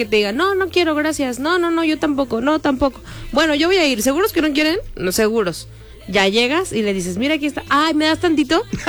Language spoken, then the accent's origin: Spanish; Zacatecas, Mexico; moved away; ahora que yo regreso allá a mis tierras, Zacatecas